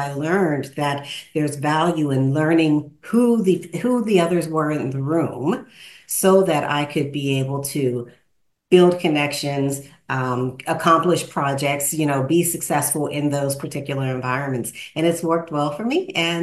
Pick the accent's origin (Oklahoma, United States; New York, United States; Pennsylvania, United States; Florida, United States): Pennsylvania, United States; Pittsburgh; But we grew up in Pittsburgh, Pennsylvania, which is home.